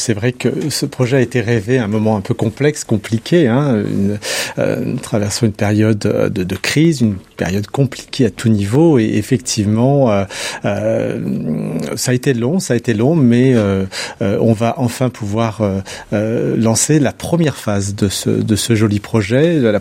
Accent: Saint-Priest, Auvergne-Rhône-Alpes, France; also born or lived in Lyon; D'ailleurs, je vis toujours à Saint-Priest. Effectivement, je suis né à Lyon, mais j'ai toujours vécu à Saint-Priest. Donc, je connais ses rues, ses habitants.

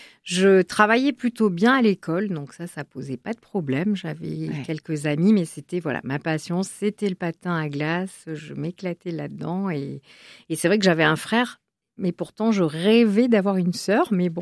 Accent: Biarritz, Nouvelle-Aquitaine, France; Moi, je suis née dans le Sud-Ouest.

